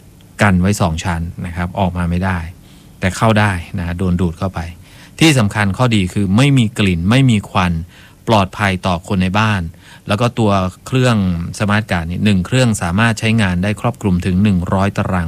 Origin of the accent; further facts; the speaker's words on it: Ubon Ratchathani, Thailand; born there; น้องเป็นคนอีสานโดยกำเนิดนะครับลูกครึ่งเป็นลูกครึ่งครึ่งอำเภอเมืองกับอำเภอเขมราช